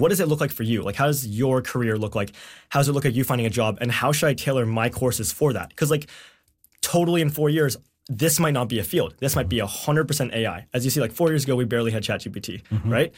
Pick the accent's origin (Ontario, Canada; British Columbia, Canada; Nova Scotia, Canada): British Columbia, Canada; Vancouver; born there; now in Victoria, Canada; I'm choosing to stay in Victoria because I just love the city so much. I was born in Vancouver, but I moved here in like 2017.